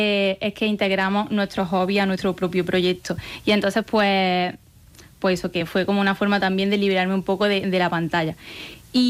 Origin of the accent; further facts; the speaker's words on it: Priego de Córdoba, Andalusia, Spain; Yo soy de Priego de Córdoba y allí se lleva mucho el aceite de oliva.